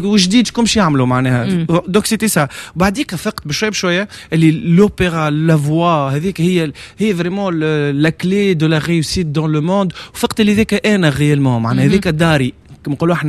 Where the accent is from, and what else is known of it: Tunisia